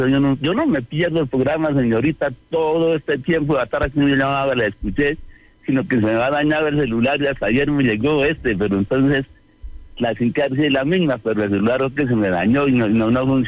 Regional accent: Boyacá, Colombia; somos conocidos en el acento que hablamos y todo, mejor dicho, es una bendición ser boyacenses

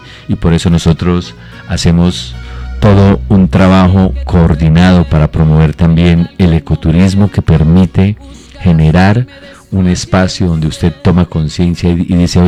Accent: Samacá, Boyacá, Colombia; también va a venir aquí a Samacá, va a consumir el agua de Samacá. Entonces, el amor que yo siento por mi tierra me lleva a que no descanse un solo segundo

